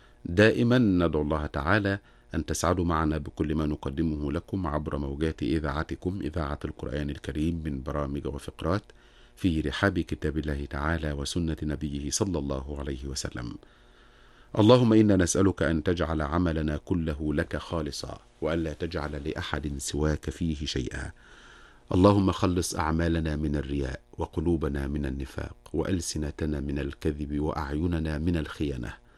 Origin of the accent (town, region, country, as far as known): Egypt